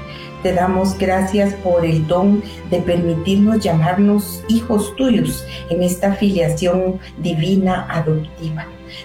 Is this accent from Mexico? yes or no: no; Guatemala; nuestro papel como ciudadanos guatemaltecos.